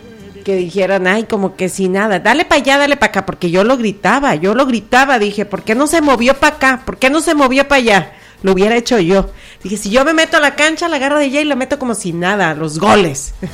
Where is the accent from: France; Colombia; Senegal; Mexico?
Mexico; Ya no, yo soy mexicana y sí, perdimos, ya que.